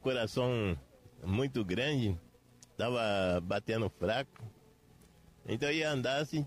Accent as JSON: {"language": "Portuguese", "town": "Matias Barbosa", "region": "Minas Gerais", "country": "Brazil", "said": "É Matias Barbosa."}